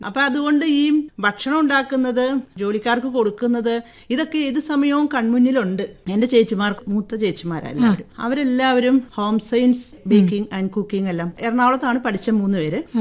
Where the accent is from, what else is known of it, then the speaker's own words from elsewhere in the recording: Thodupuzha, Kerala, India; എന്റെ നാട് തൊടുപുഴയാണ്.